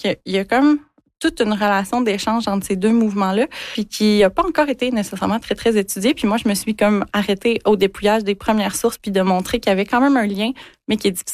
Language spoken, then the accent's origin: French; Quebec, Canada; dont on est dépouillé en tant que Québécois, si on veut voyager, ça coûte tellement cher